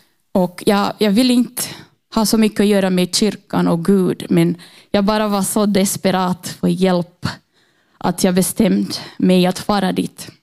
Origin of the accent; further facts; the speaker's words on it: Brazil; Swedish is a second language; moved away as an adult; now in Finland; jag har haft hela min uppväxt i Brasilien med en troende mamma.